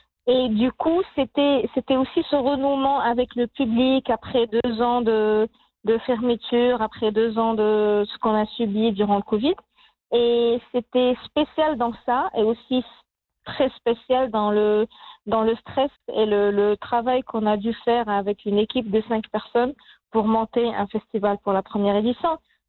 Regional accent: Marrakesh, Marrakesh-Safi, Morocco; Je suis de Marrakech, j'adore Marrakech

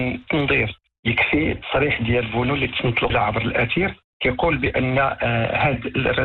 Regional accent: Morocco

